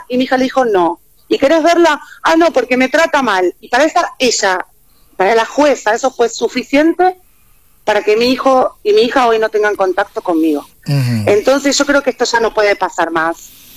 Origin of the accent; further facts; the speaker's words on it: Argentina